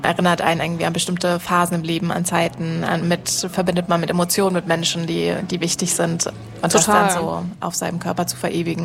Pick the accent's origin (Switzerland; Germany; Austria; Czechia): Switzerland; ich komme ja auch aus der Schweiz und da kommen auch gerade so geile auch weibliche Künstlerinnen nach und so.